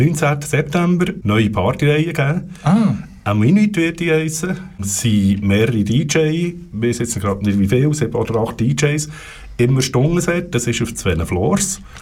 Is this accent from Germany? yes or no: no; Switzerland; Ein bisschen kann ich Französisch. Also ich bin Schweizer, mir hat es mal eine Schule gehabt.